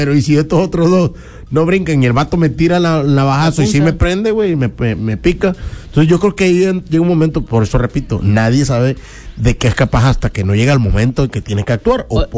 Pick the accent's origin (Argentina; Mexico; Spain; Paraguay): Mexico; ya uno como mexicano.